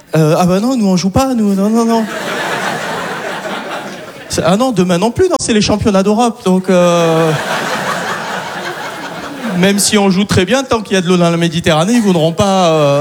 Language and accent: French; Algeria; J'aime bien le dire, donc je suis content d'être algérien. Et je le dis, d'ailleurs, allègrement que je suis algérien